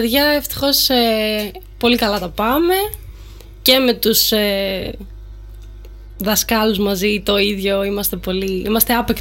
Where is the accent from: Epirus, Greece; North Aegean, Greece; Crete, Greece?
Crete, Greece; Rethymno; moved away as an adult; now in Attica, Greece; Είμαι από το Ρέθυμνο, παιδιά, από το Μυλοπόταμο.